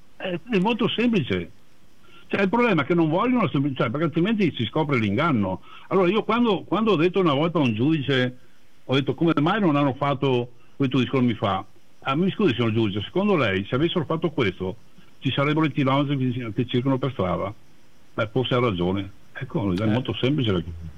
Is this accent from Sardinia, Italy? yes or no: no; Veneto, Italy; siamo veneti